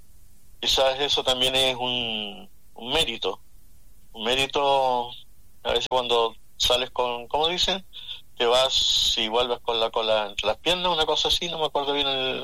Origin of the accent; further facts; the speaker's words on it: Chile; somos chilenos, vivo en Chile, pero no sé, queremos, no sé si todos conocen Santiago, porque somos de San Ramón